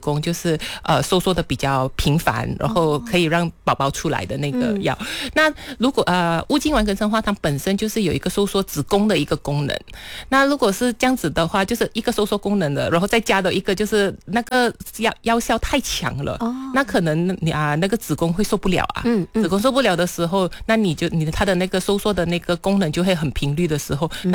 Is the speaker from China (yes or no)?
no; Malaysia; 那我们马来西亚这边其实是比较偏向于南方的习俗，尤其是广东那一带的